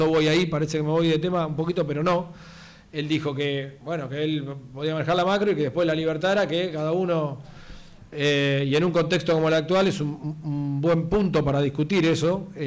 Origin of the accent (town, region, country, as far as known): Argentina